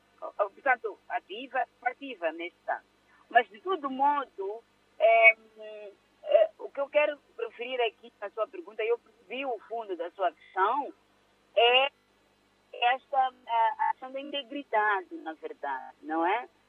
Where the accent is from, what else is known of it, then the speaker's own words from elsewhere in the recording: Mozambique; como moçambicanos devemos acreditar